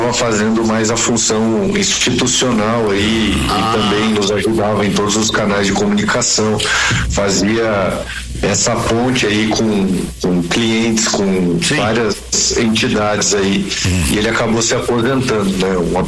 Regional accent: Santa Catarina, Brazil; now in Bento Gonçalves, Brazil; Eu sou natural de Santa Catarina.

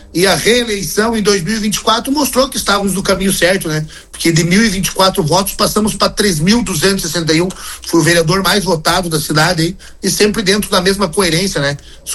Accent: Passo Fundo, Rio Grande do Sul, Brazil; Eu sou natural aqui de Passo Fundo, nasci e criei aqui.

